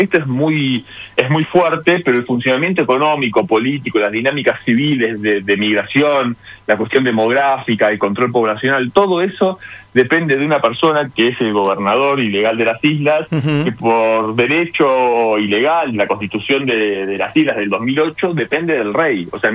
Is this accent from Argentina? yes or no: yes; Argentina; porque soy argentino